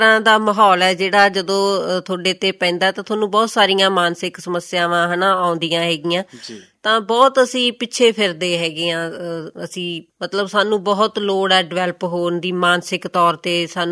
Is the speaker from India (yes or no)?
yes; Muktsar district, Punjab, India; ਇੱਕ ਕਿਸਾਨੀ ਪਰਿਵਾਰ ਹੈ, ਪਿੰਡ ਲੱਖੇਵਾਲੀ, ਜ਼ਿਲ੍ਹਾ ਮੁਕਤਸਰ